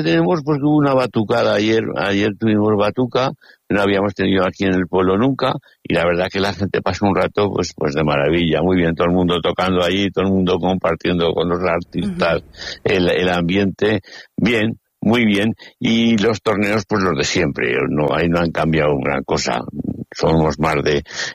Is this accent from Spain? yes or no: yes; Spain; los que somos de Verdejo y los que somos devotos de nuestra patrona